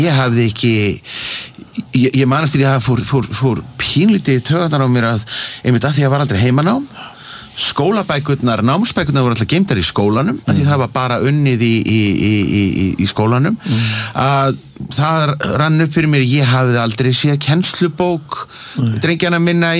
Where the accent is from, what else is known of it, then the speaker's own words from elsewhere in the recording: Reykjavík, Capital Region, Iceland; ég ólst upp í Vesturbænum í Reykjavík og er í sko 1000 barna melaskóla